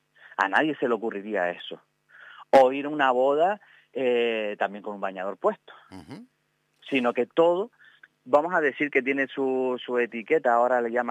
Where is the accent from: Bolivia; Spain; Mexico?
Spain; Canary Islands